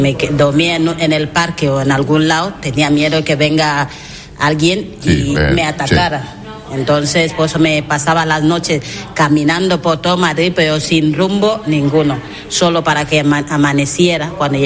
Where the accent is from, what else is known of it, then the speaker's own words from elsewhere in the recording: Equatorial Guinea; now in Spain; Conocí a mi expareja, que es español, le conocí en mi país, en Guinea. Fueron para rodar una película y ahí fue donde nos conocimos. Él fue quien me trajo aquí.